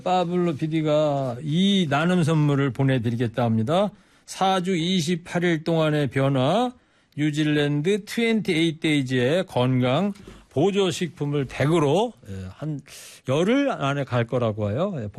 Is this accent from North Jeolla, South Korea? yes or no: no; Anseong, Gyeonggi Province, South Korea; 저는 뭐 어릴 때부터 이 그 동네에서 살았던 사람인데 우리 동네 크리켓을 하다니 야 충격이었어요. 물론 그분들이 없다면 안성의 지역 경제도 안 돌아가겠죠.